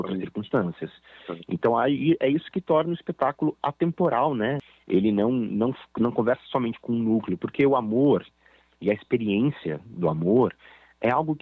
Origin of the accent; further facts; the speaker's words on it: São Paulo, Brazil; me mudei para o Rio de Janeiro, sou de São Paulo, para fazer o espetáculo.